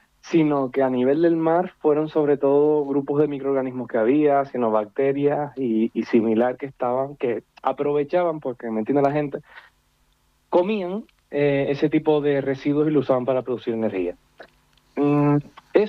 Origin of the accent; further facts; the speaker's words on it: San Andrés, Canary Islands, Spain; siempre en mi pueblo, en San Andrés